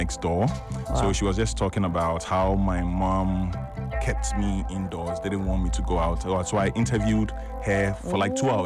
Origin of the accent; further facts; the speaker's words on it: Accra, Greater Accra, Ghana; born there; I was born in Kolebu.